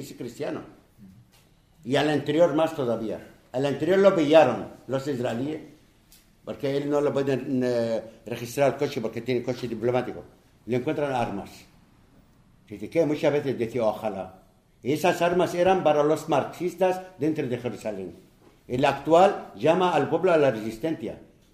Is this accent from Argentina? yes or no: no; Palestine; moved away; also born or lived in Lebanon; mi pueblo ha sufrido lo insufrible. Pero la culpa no es de mi pueblo